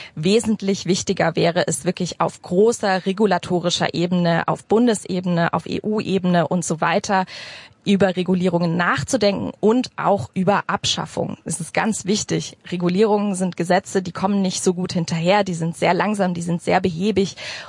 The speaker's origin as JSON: {"language": "German", "region": "Hamburg", "country": "Germany", "said": "ich komme aus Hamburg, ich forsche auch in Hamburg."}